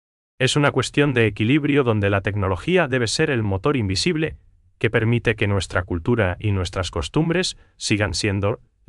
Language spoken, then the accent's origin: Spanish; Paraguay; nosotros como paraguayos